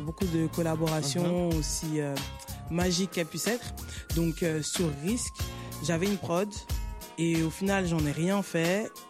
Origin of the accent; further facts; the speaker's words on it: Haiti; also born or lived in Cape Verde; Tu vois, je suis haïtienne, caverdienne.